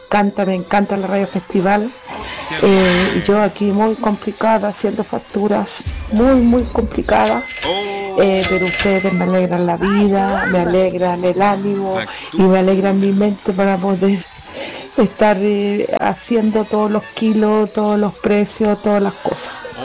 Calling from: Concón, Valparaíso, Chile; pues, de Concón.

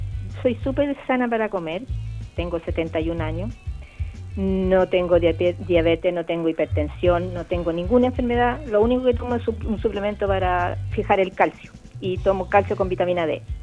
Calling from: Quilpué, Valparaíso, Chile; De Quilpué.

